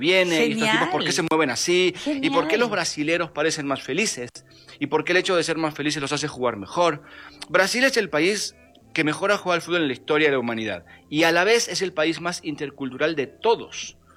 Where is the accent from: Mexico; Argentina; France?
Argentina; Yo soy argentino, pero me río mucho